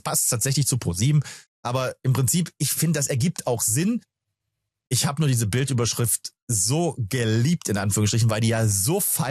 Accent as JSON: {"language": "German", "country": "France", "said": "Ich habe eine französische Vorname. Bei uns in Frankreich sagt man"}